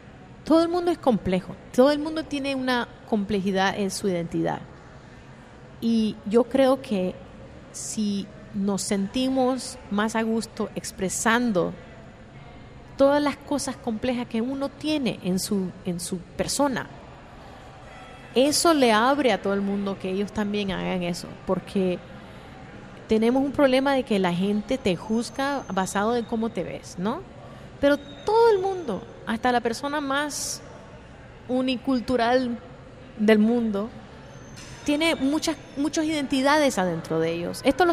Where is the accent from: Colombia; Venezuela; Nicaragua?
Nicaragua; moved away; yo siempre digo que soy de Nicaragua